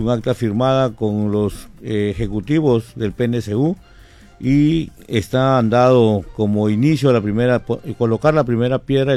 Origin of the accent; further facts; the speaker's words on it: Castilla, Piura, Peru; Yo soy de Castilla